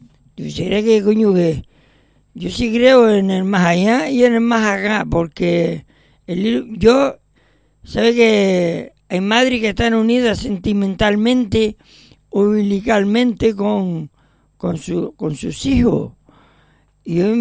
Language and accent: Spanish; Canary Islands, Spain; born there; cuando me tuvo a mí, allá abajo en el San Martín, en el Hospital San Martín, de los pocos que había en aquella época, porque 60 años, bueno, 61